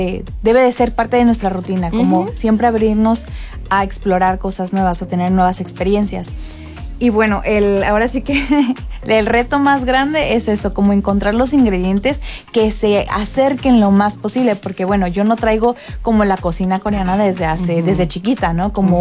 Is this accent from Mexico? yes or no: yes; Veracruz, Mexico; Que, a ver, somos jarochos, pero también somos jarochos cute, ¿sabes?